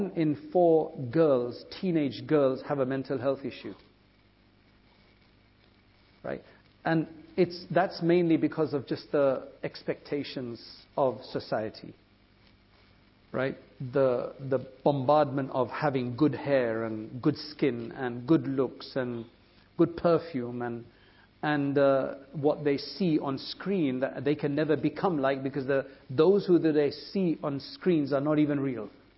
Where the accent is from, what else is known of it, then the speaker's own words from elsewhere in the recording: United Kingdom; I've never felt non-British.